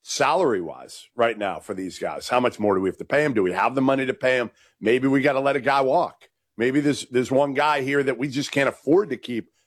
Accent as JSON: {"language": "English", "town": "Boston", "region": "Massachusetts", "country": "United States", "tie": "born or raised there", "said": "growing up in Boston"}